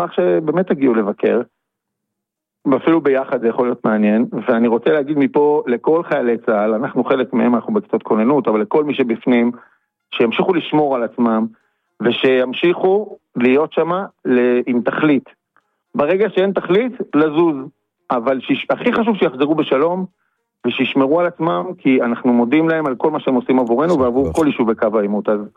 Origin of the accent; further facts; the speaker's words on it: Tzofit, Central District, Israel; born there; moved away as an adult; also born or lived in Jerusalem; now in Hanita, Israel; אני נולדתי בכלל בירושלים, ורוב חיי גרתי בכלל ממושב צופית, ליד כפר סבא בשרון